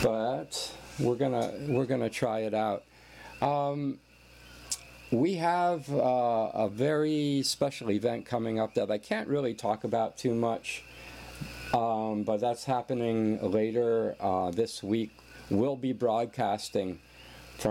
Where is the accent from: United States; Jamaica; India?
United States; Philadelphia, Pennsylvania; now in Hilo, United States; my hometown area, Philadelphia Eagles